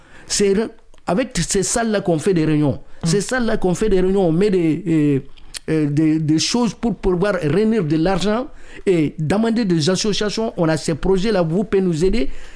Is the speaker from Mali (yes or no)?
yes; Mali; lui les Mauritaniens, lui les Sénégalais, moi je suis malien.